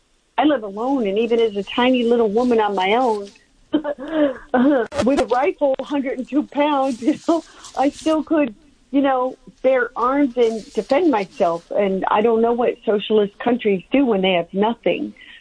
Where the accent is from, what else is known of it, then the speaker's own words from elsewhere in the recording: San Diego, California, United States; I didn't see California as cuckoo as we are. I'm from San Diego.